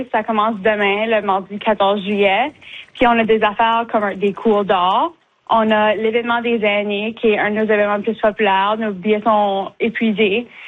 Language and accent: French; Bathurst, New Brunswick, Canada; Oui, fait que moi, je suis née à Bathurst, j'ai grandi ici